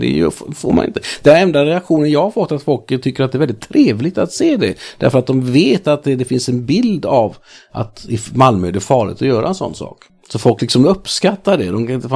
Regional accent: Paris, Île-de-France, France; now in Sweden; Jag kommer från Paris.

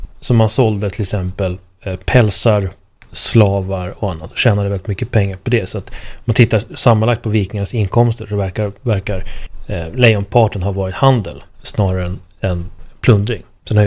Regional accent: Sweden; Jag har varit med mig ibland att utlänningar har frågat mig då, för att jag är svensk

